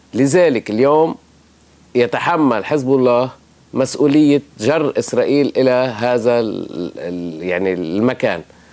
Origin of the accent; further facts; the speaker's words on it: Lebanon; نحن كلبنانيين